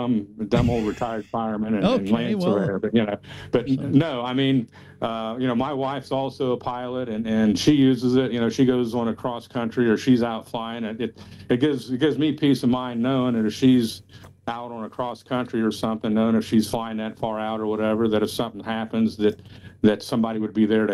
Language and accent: English; Dayton, Ohio, United States; Yeah, we're from Dayton.